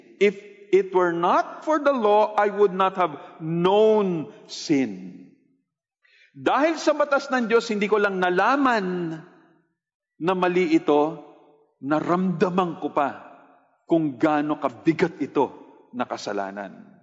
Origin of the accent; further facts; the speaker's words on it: Davao, Davao Region, Philippines; Nakaamoy na ako ng durian, punta ako ng Davao, taga-Davao ako, kumakain ako lagi ng durian. Lalo na pag season.